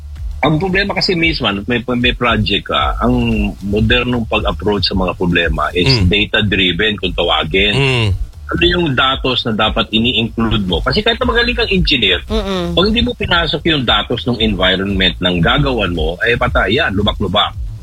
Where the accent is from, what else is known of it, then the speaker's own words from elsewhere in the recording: Manila, Metro Manila, Philippines; Lumaki ako sa Divisoria.